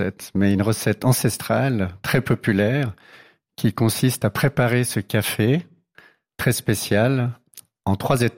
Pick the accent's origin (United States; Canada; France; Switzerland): Switzerland; Geneva; born there; que j'avais quelques origines de ce côté-là, même si je suis né à Genève.